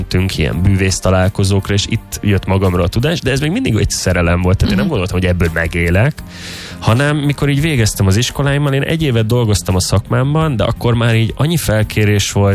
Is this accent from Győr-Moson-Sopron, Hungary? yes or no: yes; Kapuvár, Győr-Moson-Sopron, Hungary; tehát hogy így én egy 10 000 fős kisvárosban, Kapuváron nőttem fel, nem is ismertem olyan embert, aki esetleg megél abból, hogy akár zenél